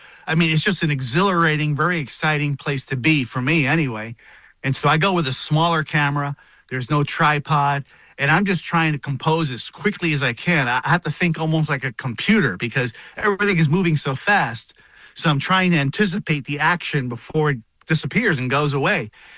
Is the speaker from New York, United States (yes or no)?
yes; New York City, New York, United States; I grew up in New York.